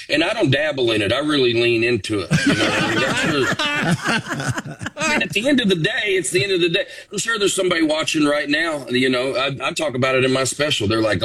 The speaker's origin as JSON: {"language": "English", "town": "Harvest", "region": "Alabama", "country": "United States", "tie": "born or raised there", "said": "I mean, I grew up out in Harvest, Alabama."}